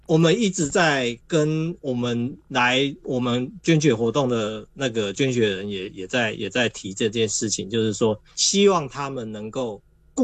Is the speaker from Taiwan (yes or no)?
yes; Taiwan; 我们台湾人其实真的很热心